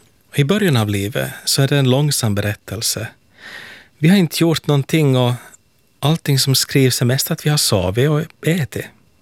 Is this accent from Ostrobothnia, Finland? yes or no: no; Helsinki, Uusimaa, Finland; från Helsingfors.